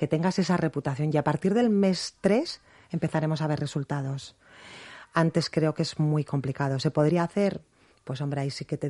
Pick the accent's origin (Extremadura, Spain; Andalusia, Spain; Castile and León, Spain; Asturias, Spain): Asturias, Spain; yo antes te comenté que soy asturiana